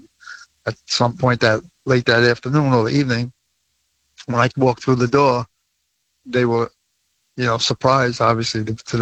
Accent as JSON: {"language": "English", "town": "Brooklyn", "region": "New York", "country": "United States", "tie": "born or raised there", "said": "I knew people from my neighborhood growing up in Brooklyn that I worked in the building, in the World Trade Center, stockbrokers, and they perished in the building."}